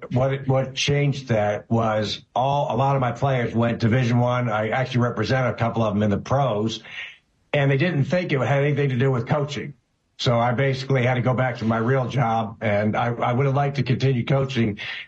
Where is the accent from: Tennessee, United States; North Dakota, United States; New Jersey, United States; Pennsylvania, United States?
Pennsylvania, United States; Philadelphia; Yeah, row house in Philadelphia, the Mayfair section.